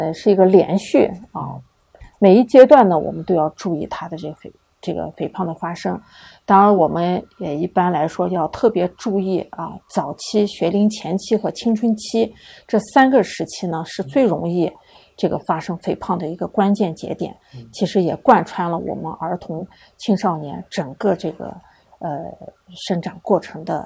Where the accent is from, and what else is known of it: Xinjiang, China